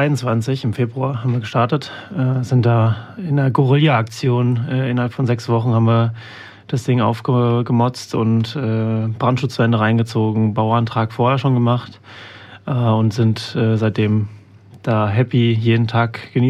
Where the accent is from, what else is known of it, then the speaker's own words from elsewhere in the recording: Rüsselsheim, Hesse, Germany; sondern wir wollten auch einen Raum für Rüsselsheim haben, der einfach gefehlt hat. Ja, ich bin selber im Rind groß geworden und das ist immer mein zweites Wohnzimmer gewesen.